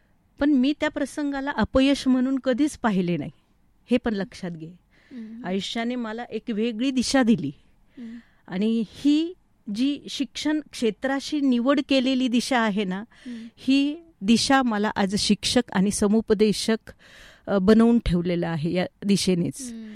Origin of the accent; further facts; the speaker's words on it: Shrirampur, Maharashtra, India; अहिल्यानगर जिल्ह्यातील श्रीरामपूर तालुका या गावामध्ये माझे बालपण गेले. आता या गावामध्येच माझे प्राथमिक, माध्यमिक, त्यानंतर उच्च माध्यमिक, त्याचबरोबर डिग्री एज्युकेशनपर्यंत मी या श्रीरामपूर शहरातच होते.